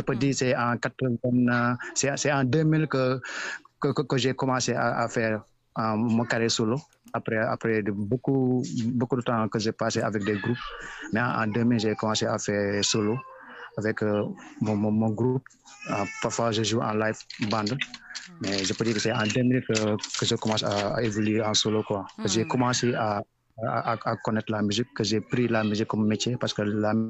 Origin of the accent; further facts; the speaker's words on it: Thiès, Senegal; Je suis un artiste, chanteur. Je peux dire reggae man, world music, quoi. Je suis de Thiès, Sénégal. En même temps, je suis un artiste handicapé.